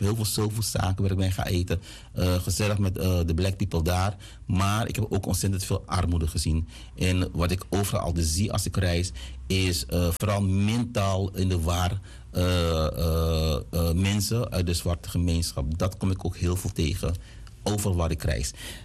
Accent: Suriname; born there; maar ik ben in Suriname geboren, niet getogen.

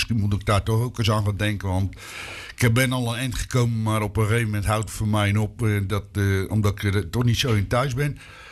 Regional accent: Netherlands; Want ik ben echt Hollander, hè?

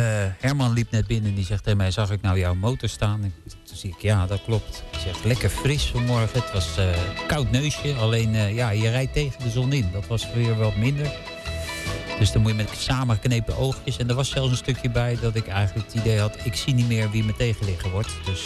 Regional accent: Vaassen, Gelderland, Netherlands; Ik kom uit Vaassen.

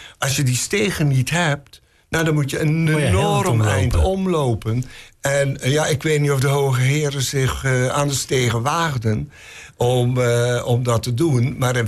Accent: Maldegem, Flanders, Belgium; now in Schiedam, Netherlands; Want ik kom oorspronkelijk uit België. Uit ja. Maldegem, bij Zeeuws-Vlaanderen weliswaar, maar toch uit België.

